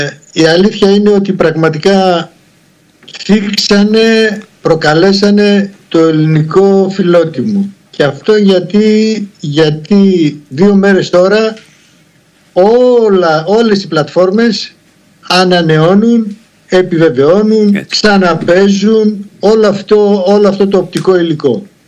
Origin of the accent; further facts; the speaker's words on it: Western Macedonia, Greece; γιατί βλέπετε η καταγωγή μου είναι από την Άουσα, είναι πολύ κοντά στην Πτολεμαϊδα και έχω μεγάλη οικογένεια και στην Πτολεμαϊδα.